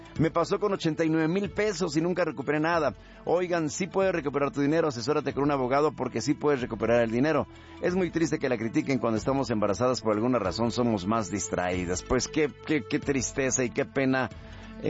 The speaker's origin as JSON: {"language": "Spanish", "town": "Guadalajara", "region": "Jalisco", "country": "Mexico", "said": "Yo soy de Guadalajara, entonces dije, si es una taquería a la que yo acudí, voy y trato de contactar a la persona para más rápido y ver si puedo llegar a algún acuerdo."}